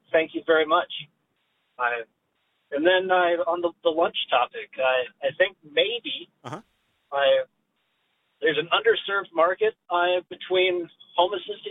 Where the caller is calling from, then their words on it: Utah, United States; Calling from sunny southern Utah.